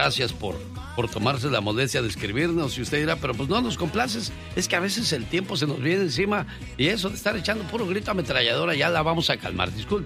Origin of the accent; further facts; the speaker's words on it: Guerrero, Mexico; moved away; Un día salí de Guerrero, pero Guerrero nunca salió de mí.